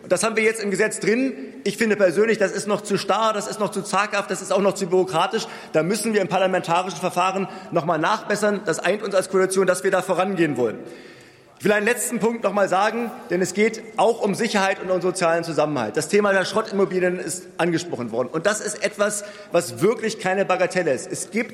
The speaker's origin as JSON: {"language": "German", "region": "Berlin", "country": "Germany", "tie": "born or raised there", "said": "in meiner Heimatstadt in Berlin gibt es über 80 davon"}